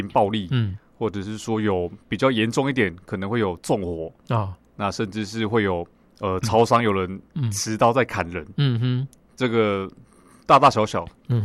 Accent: Tainan, Taiwan; moved away as an adult; also born or lived in Taipei; 毕竟就是台南从小长大的嘛

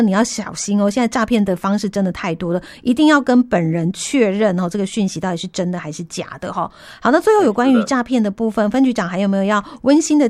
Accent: Taiwan; 有时候我们台湾人就脸皮比较薄，又人情味浓厚

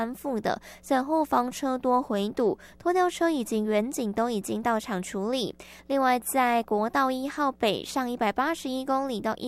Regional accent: Taiwan; 其实啊，我们台湾人哦

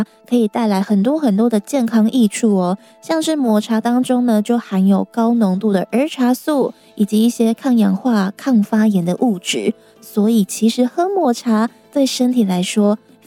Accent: Taiwan; 我们台湾人对于喝茶来说，就是一件稀松平常的事嘛。

